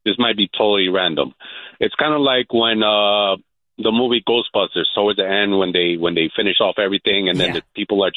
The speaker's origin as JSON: {"language": "English", "region": "New York", "country": "United States", "tie": "born or raised there", "said": "And but still, I was born and raised in New York."}